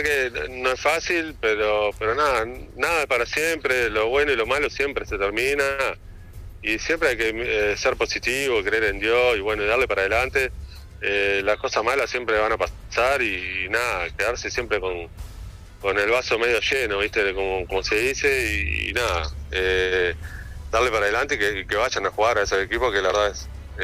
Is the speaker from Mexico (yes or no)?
no; Uruguay; yo la verdad como uruguayo siempre hincho